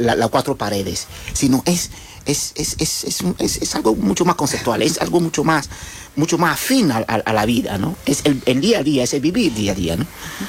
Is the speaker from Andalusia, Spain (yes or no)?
yes; Jerez de la Frontera, Andalusia, Spain; yo soy de barrio de San Miguel